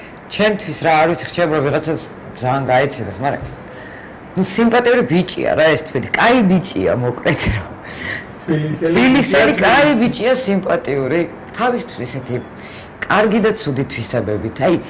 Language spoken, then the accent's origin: Georgian; Tbilisi, Georgia; born there; ძალიან გამიმართლა რომ დავიბადე ამ ქალაქში